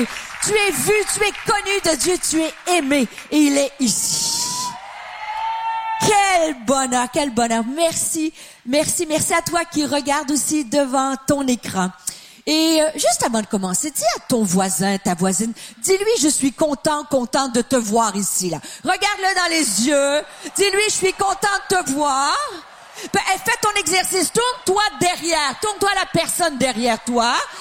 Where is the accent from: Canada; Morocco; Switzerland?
Canada; Quebec; moi, je suis pas française, je suis québécoise.